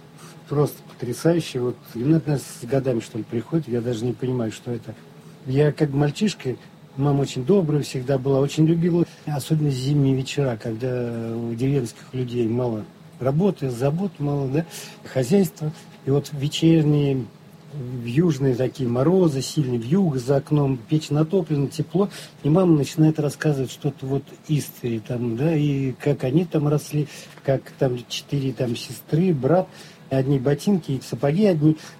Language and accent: Russian; Uzlovaya district, Tula Oblast, Russia; В Тульской области, Узловский район, 1954 год рождения, деревня Каменка